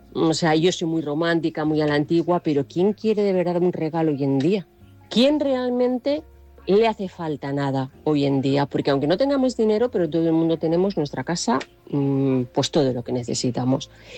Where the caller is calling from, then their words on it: Toledo, Castilla-La Mancha, Spain; de Toledo.